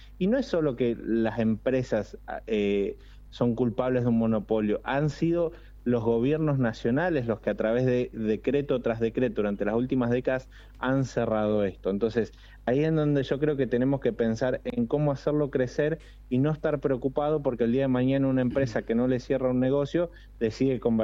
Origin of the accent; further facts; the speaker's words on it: Tierra del Fuego, Argentina; Somos todos los fueguinos